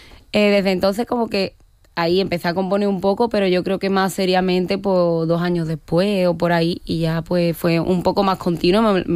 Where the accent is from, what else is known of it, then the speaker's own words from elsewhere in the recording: Chipiona, Andalusia, Spain; Soy de Chipiona, sí.